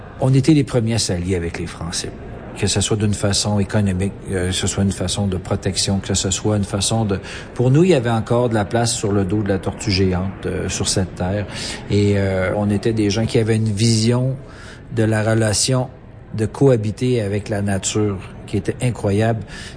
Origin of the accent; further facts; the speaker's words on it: Quebec, Canada; Je suis un Huron Wandat. Je viens du clan de l'Ours. Et je suis natif de la nation.